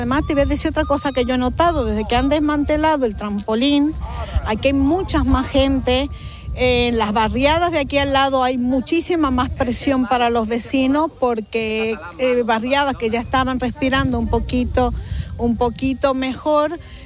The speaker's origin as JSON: {"language": "Spanish", "country": "Argentina", "moved": "yes", "lives_now": "Ceuta, Spain", "said": "yo soy argentina"}